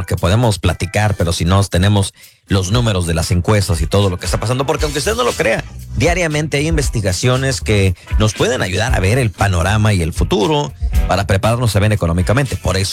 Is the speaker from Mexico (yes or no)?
yes; Mexico; now in United States; somos mexicanos